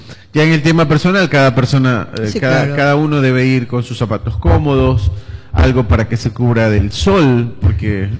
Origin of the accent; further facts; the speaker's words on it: Manabí, Ecuador; Creo que todos los manabitas somos muy devotos de Nuestra Señora del Carmen.